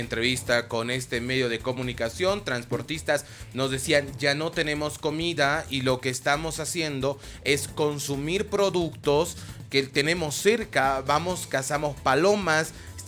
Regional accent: Bolivia; Todos somos bolivianos

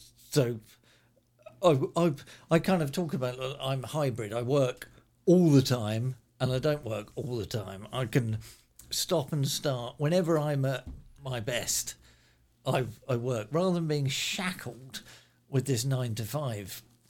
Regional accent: Ireland; also born or lived in Kent; Well, actually, I'm Irish.

